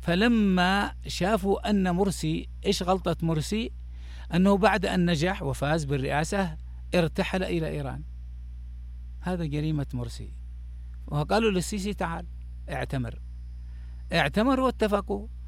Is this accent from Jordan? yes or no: no; Sanaa, Yemen; احنا كلنا عايشين الآن في صنعاء